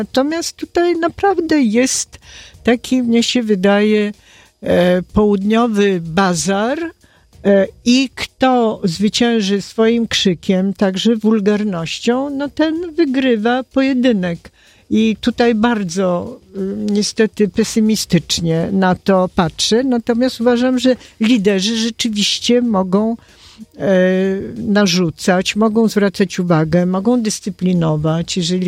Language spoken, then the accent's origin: Polish; Bulgaria; moved away; Ja pochodzę z Bułgarii